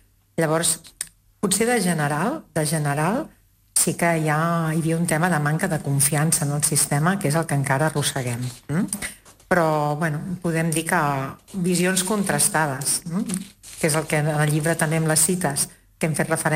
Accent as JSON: {"language": "Catalan", "town": "Ripoll", "region": "Catalonia", "country": "Spain", "said": "jo sóc de Ripoll, però treballo a Palafrugell"}